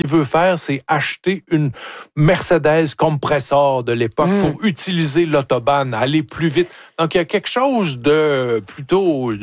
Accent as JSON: {"language": "French", "town": "Cookshire", "region": "Quebec", "country": "Canada", "tie": "born or raised there", "said": "Moi, j'avais un voisin quand j'étais petit. Je viens, je le répète, de Cookshire, comme disent les anglophones"}